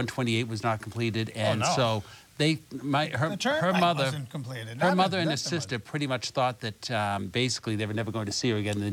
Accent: Franklin, Massachusetts, United States; But I grew up in Franklin, and I think, you know, traveling from Franklin to Dorchester while my mother was waiting for us to be born must have been quite a trip.

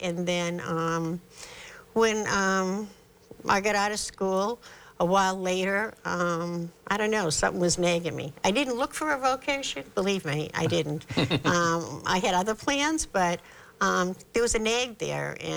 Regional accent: Boston, Massachusetts, United States; I was born and raised in South Boston. Okay. I was from the D Street Project, which I'm very proud of. Mm. And my mother was an immigrant from Galway, Ireland, on the Aran Islands.

